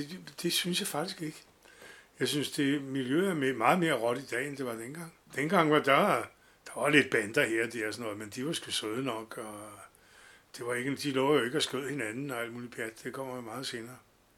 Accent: Copenhagen, Capital Region of Denmark, Denmark; hvor jeg voksede op på Prags Boulevard, som er et arbejderkvarter.

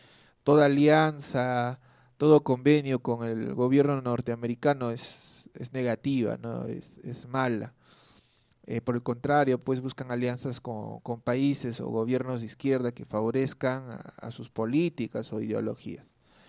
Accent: Peru

